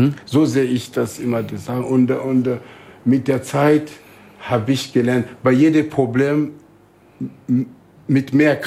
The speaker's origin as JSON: {"language": "German", "town": "Shashamane", "region": "Oromia", "country": "Ethiopia", "tie": "born there", "second_language": "German", "moved": "yes", "said": "Ich bin in Äthiopien geboren, aha. in Shashamane."}